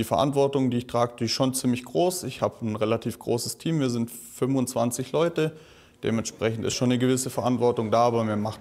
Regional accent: Baden-Württemberg, Germany; also born or lived in Münster; Ich bin ja am grenznahen Raum aufgewachsen in der Nähe zur Schweiz. Und hier sind halt relativ viele Zollkontrollen

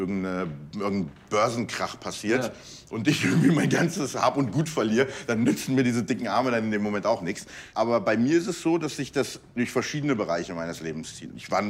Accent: Iran; now in Germany; Ich bin als Armenier im Iran aufgewachsen, also auch schon als Minority dort. Und dann kommst du halt nach Deutschland und hast irgendwie nochmal eine dritte Kultur, die du irgendwie lernen musst.

